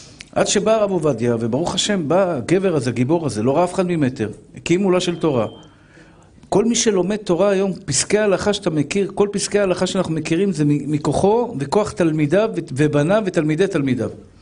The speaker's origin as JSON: {"language": "Hebrew", "town": "Tel Aviv", "region": "Tel Aviv District", "country": "Israel", "tie": "born there", "also_born_or_lived": "Bnei Brak"}